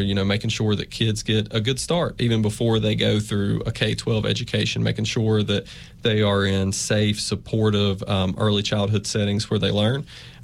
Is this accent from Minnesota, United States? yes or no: no; Rural Retreat, Virginia, United States; I'm from the area. I'm from the Rural Retreat Withville area originally, and, you know, and I came to college here, and I met my wife here, and we're raising our family here.